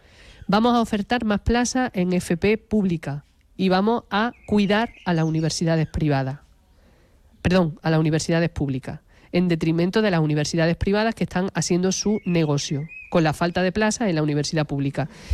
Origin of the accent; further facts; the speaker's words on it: Montilla, Andalusia, Spain; yo estoy muy orgullosa de ser de Montilla y de ser de esta campiña que en su momento se llamó, que se sigue llamando, ¿no? Tal vez ahora con menos fuerza, pero que se llamó y que es la Campiña Roja.